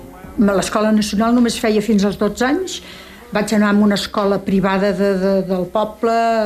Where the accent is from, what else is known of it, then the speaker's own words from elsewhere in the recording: Sant Feliu de Llobregat, Catalonia, Spain; born there; Vaig néixer a Sant Feliu de Llobregat un 30 de desembre del 1946.